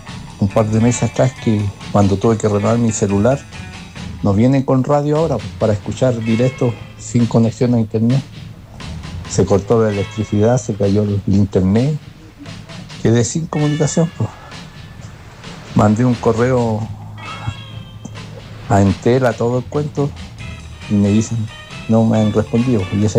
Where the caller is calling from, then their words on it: Calama, Antofagasta, Chile; de Calama.